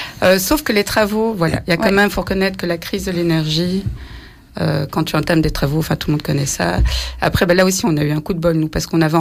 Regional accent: Molenbeek-Saint-Jean, Brussels-Capital Region, Belgium; also born or lived in Anderlecht; now in Saint-Gilles, Belgium; je suis née à Bruxelles. Plus précisément, je suis née à Anderlecht. Justement, cette commune d'où vient la carte. Ensuite, j'ai grandi à Molenbeek, vraiment dans le vieux Molenbeek, près de la chaussée de Gand, jusqu'à mes 20 ans, comme locataire

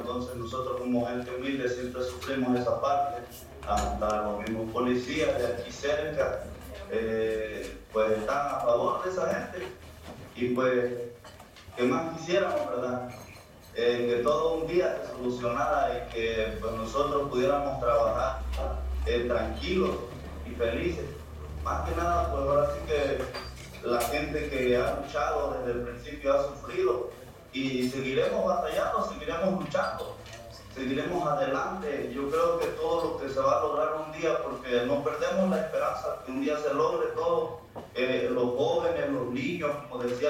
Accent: Paso del Águila, Mexico; yo también soy de aquí de Paso del Águila, soy un joven comunero

